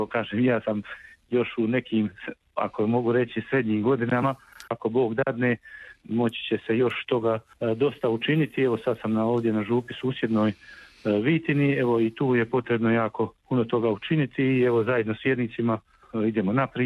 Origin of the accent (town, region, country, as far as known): Ljubuški, Federation of Bosnia and Herzegovina, Bosnia & Herzegovina; born or raised there